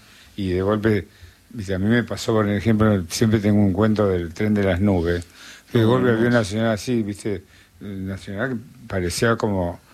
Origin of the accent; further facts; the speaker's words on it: Tostado, Santa Fe, Argentina; Yo soy de Tostado, o sea que también